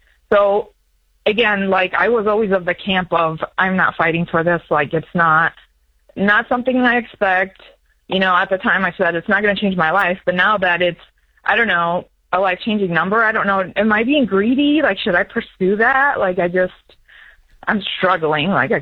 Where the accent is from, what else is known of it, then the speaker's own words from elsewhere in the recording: United States; I grew up in the States with my mom